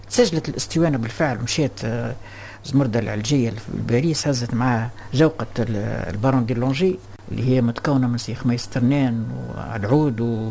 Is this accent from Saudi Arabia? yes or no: no; Tunisia; accent: Tunisian; كما نقولوا باللغه بلهجتنا التونسيه